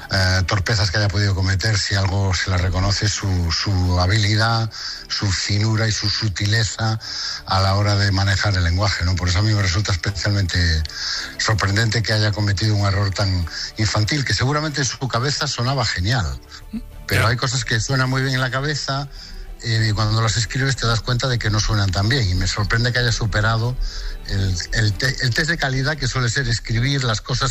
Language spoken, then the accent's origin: Spanish; Galicia, Spain; Sí, fíjate, es tanto que en mi familia no hay nadie que sea de fuera de la Mariña de Lugo